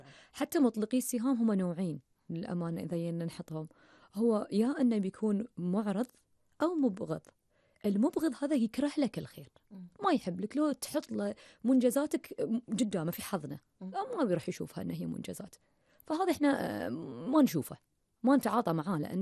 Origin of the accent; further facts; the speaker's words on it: Bahrain; إحنا كلنا معتزين بأن إحنا بحرينيين، بأن إحنا خليجيين. أعتز بسوي في سلوكي الأشياء اللي تعكس أن أنا بحرينية